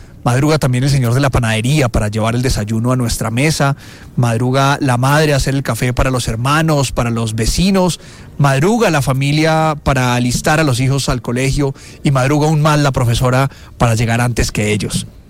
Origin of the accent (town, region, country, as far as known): Colombia